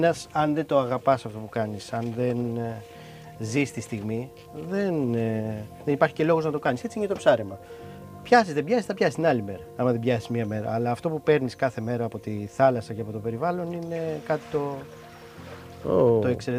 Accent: Greece; Εδώ μεγάλωσα, εδώ γεννήθηκα, εδώ μεγάλωσα, στη Λιμνοθάλασσα κυρίως. Μέσα, στο Καΐκι ο πατέρας μου ψαράς από παππούς ψαράς, πατέρας ψαράς.

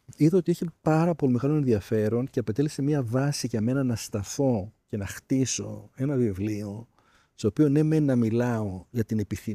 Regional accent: Athens, Attica, Greece; μεγάλωσα στην Πατησίων. Έχω βίωμα λοιπόν

